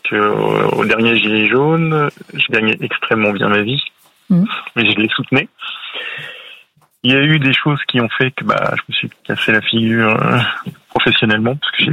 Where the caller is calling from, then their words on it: Lannion, Brittany, France; J'habite en Bretagne, à Lannion.